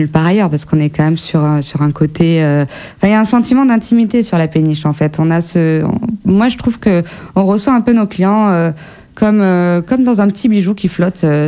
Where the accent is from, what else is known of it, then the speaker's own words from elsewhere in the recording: Périgueux, Nouvelle-Aquitaine, France; also born or lived in Brantôme; Moi, j'ai grandi donc à Périgueux. Mes parents sont originaires de Chancelade. Et du coup, j'ai fait toutes mes études à Périgueux.